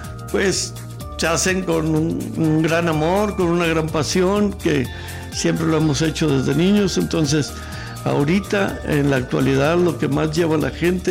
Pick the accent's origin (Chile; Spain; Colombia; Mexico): Mexico; Parras, Coahuila; now in Monterrey, Mexico; Bueno, soy de Parras, pero pues ya tengo aquí 42 años.